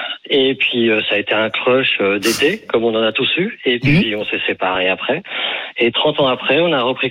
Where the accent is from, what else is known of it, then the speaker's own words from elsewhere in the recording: Paris, Île-de-France, France; moved away as an adult; now in Spain; J'adore Paris, c'est ma ville. Je suis parisien